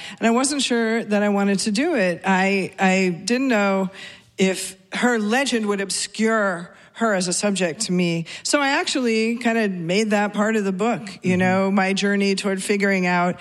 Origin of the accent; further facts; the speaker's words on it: Seattle, Washington, United States; when I grew up in Seattle, you know, I was a new wave girl